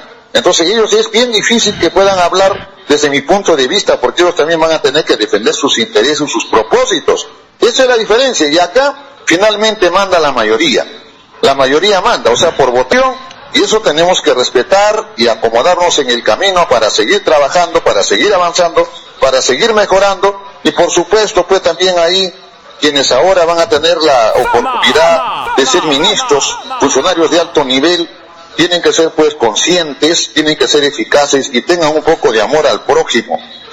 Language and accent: Spanish; Peru; nosotros como peruanos